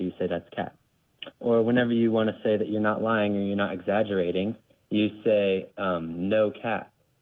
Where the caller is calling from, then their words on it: Nevada, United States; I'm calling you from Nevada